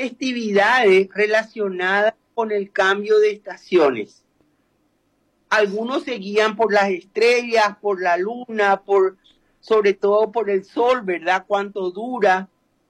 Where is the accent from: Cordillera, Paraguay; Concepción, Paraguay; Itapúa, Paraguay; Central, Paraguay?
Cordillera, Paraguay; Piribebuy; born there; now in Asunción, Paraguay; mi pueblo Piribebuy